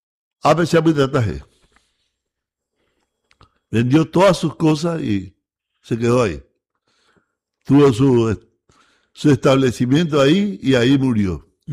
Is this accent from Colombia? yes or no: no; Encarnación, Itapúa, Paraguay; Nos cuesta a los encarnacenos reconocer un poco.